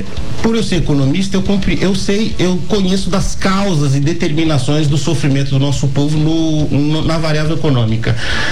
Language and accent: Portuguese; Campo Grande, Mato Grosso do Sul, Brazil; born there; Eu sou campograndense, nasci em Campo Grande